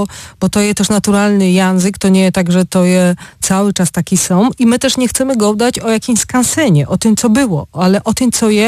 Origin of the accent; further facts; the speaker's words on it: Opole, Opole Voivodeship, Poland; tutaj u nas w Opolu